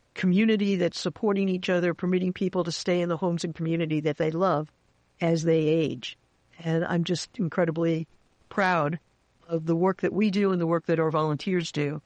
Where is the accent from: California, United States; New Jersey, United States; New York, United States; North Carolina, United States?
New York, United States; New York City; this is not a great example because I'm a New Yorker, so I talk fast